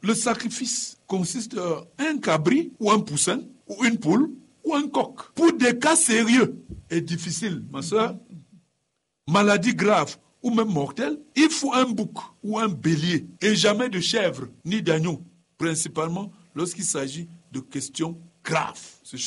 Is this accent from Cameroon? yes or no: yes; Tonga, West, Cameroon; Je me rappelle chez nous dans le Ndé, chez moi à Tonga, je ne pense pas.